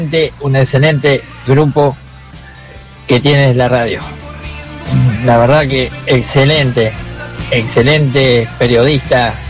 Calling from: San Pedro, Argentina; el camionero de San Pedro

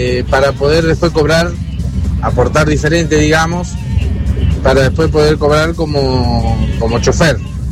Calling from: Olavarría, Buenos Aires Province, Argentina; de Olavarría.

